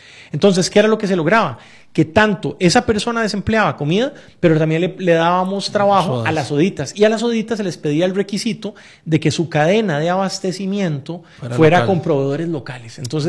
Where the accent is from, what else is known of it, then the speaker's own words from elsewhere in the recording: Filadelfia, Guanacaste, Costa Rica; yo crecí en Guanacaste. Yo soy bajureño. Crecí en una finca ganadera y agrícola en Carrillo, en Filadelfia.